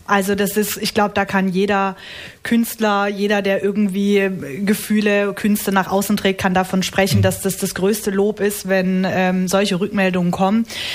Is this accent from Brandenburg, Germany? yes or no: no; Karlsruhe, Baden-Württemberg, Germany; born there; now in Nagold, Germany; Also ich bin gebürtige Badnerin, aber meine Mama, die kam ursprünglich von der Albra. Und von daher fließt in mir auch schwäbisches Blut